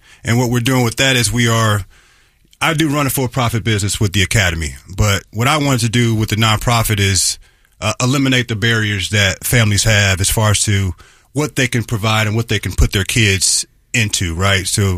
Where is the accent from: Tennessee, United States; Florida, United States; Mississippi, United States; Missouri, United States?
Missouri, United States; St. Louis